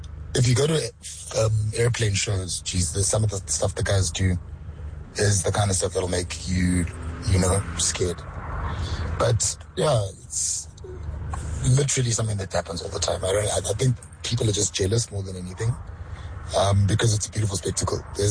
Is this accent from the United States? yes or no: no; South Africa; because as South African as we are, we defend.